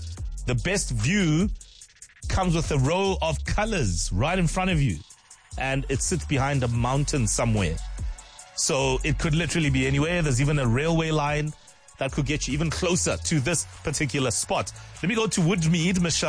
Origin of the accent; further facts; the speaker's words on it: Johannesburg, Gauteng, South Africa; growing up in Joburg